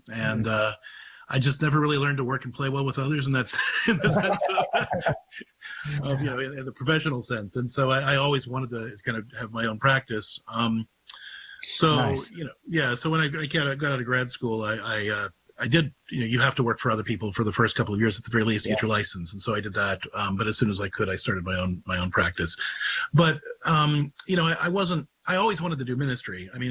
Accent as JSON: {"language": "English", "town": "Clairton", "region": "Pennsylvania", "country": "United States", "tie": "born or raised there", "also_born_or_lived": "Ohio", "said": "I grew up in Clairton, Pennsylvania, which is the first place that The Deer Hunter was filmed. And then I lived like 10 miles down the road from Mango Junction, Ohio, which was the other place that Deer Hunter was filmed. And so it was very much Steel Town."}